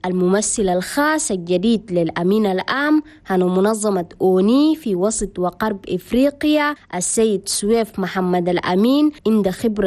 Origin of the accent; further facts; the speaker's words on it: Chad; اللي بتخص الرفيجي القاعدين داخل البلد، وبلدنا تشاد اتحملت الوضع هنا الرفيجي.